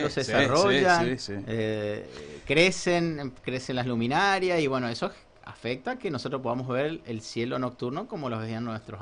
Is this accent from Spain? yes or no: no; Formosa, Argentina